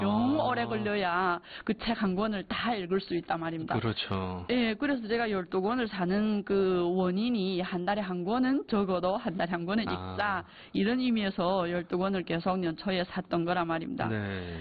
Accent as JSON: {"language": "Korean", "country": "China", "moved": "yes", "said": "우리는 조선족이라서 지금까지 이제까지 계속 조선말로 학교를 다녔었고"}